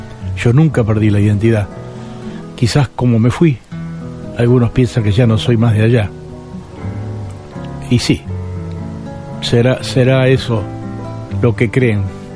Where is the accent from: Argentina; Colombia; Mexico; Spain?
Argentina; Tres Arroyos, Buenos Aires Province; now in Buenos Aires, Argentina